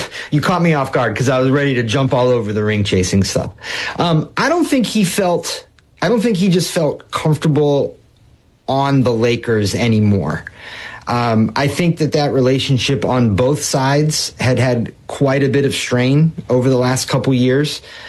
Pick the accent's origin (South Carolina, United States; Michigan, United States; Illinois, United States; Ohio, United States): Ohio, United States; Cleveland; We're both from the Cleveland area.